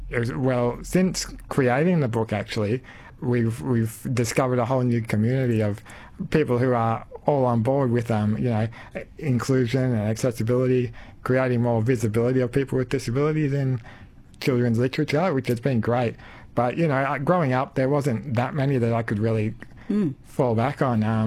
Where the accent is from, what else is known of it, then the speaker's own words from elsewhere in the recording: Albury, New South Wales, Australia; Yeah, I'm from Albury, born and bred, yeah. I've been here my whole life and went to school here.